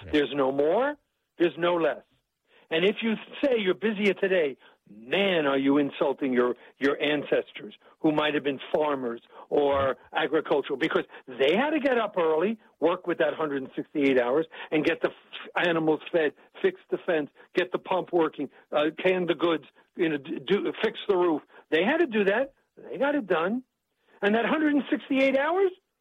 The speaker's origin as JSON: {"language": "English", "region": "New York", "country": "United States", "said": "I'm from New York, so I can do this."}